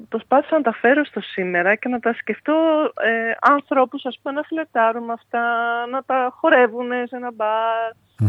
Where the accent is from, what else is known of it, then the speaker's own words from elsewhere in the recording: Athens, Attica, Greece; born there; Εγώ που γεννήθηκα στην Αθήνα και μένω στην Αθήνα, λυπηθείτε με τώρα